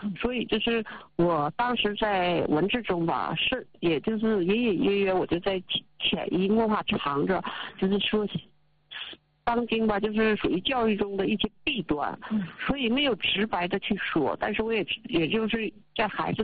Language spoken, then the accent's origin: Chinese; Jilin, China; 因为它的存在证明我们吉林人的付出保护也达到了一定的高度。